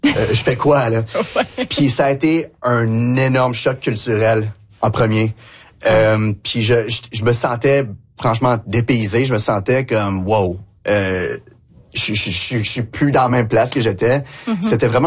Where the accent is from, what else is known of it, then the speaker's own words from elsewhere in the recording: Quebec City, Quebec, Canada; Moi je suis né au Québec, je suis né à la ville de Québec à Val-Bélair spécifiquement qui est dans la banlieue de la ville de Québec. Puis j'ai vécu au Québec pendant les 10 premières années de ma vie